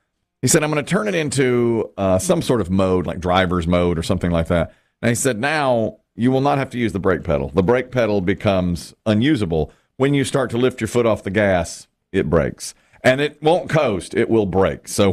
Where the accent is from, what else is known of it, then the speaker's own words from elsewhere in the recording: Ashburn, Virginia, United States; As well, Wayne Thomas Chevrolet in Ashburn, my hometown, is considering doing some advertising.